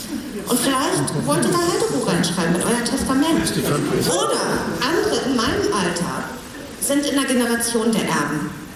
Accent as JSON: {"language": "German", "town": "Buchholz in der Nordheide", "region": "Lower Saxony", "country": "Germany", "tie": "born or raised there", "said": "ich bin in Buchholz groß geworden."}